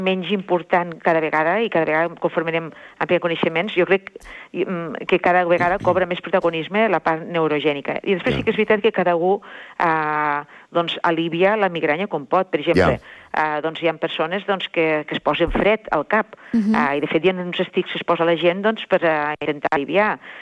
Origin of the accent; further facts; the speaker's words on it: Tortosa, Catalonia, Spain; Sí, de Tortosa.